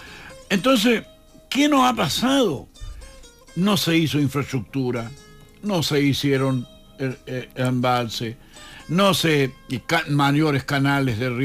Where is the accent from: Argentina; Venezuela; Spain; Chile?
Chile